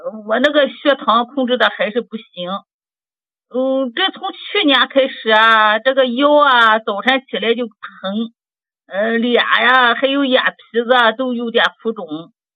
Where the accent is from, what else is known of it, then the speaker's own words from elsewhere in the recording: Weifang, Shandong, China; 我是山东潍坊哈尔区的。